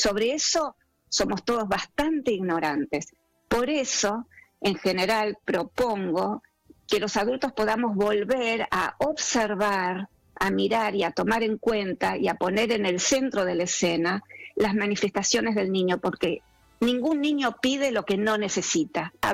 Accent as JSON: {"language": "Spanish", "country": "Argentina", "said": "yo soy argentina, vivo en Buenos Aires"}